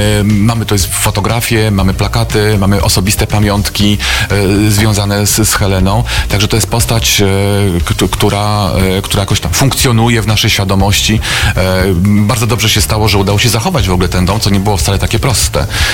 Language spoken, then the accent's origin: Polish; Lipno, Kuyavian-Pomeranian Voivodeship, Poland; ja też jestem z Lipna